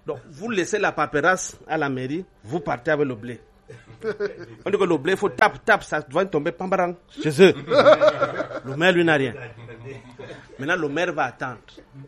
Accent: Cameroon; On est chez nous au Cameroun.

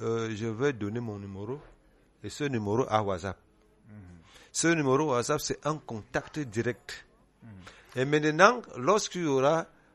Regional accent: Cameroon; moved away; comme je suis de Milaba

